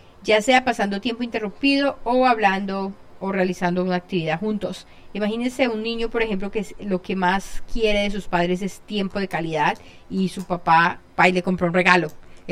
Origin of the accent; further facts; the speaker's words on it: Colombia; yo soy colombiana y por eso todo lo hablo en diminutivo. Hay gente que le disgusta mucho cuando uno habla así en diminutivo, pero es parte de como hablamos los colombianos.